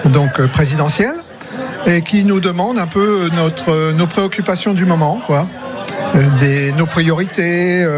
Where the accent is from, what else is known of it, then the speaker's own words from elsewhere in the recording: Cherbourg, Normandy, France; Cherbourg.